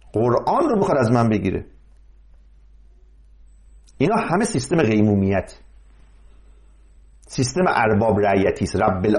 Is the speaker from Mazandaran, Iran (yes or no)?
yes; Mazandaran, Iran; من از اونجا دارم، من چون مازندرانی هستم از اونجا شروع میکنم.